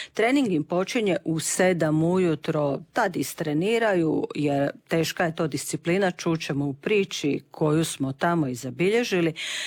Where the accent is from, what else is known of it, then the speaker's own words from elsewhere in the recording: Osijek, Osijek-Baranja County, Croatia; tako je to kod nas u Osijeku, kad zapeče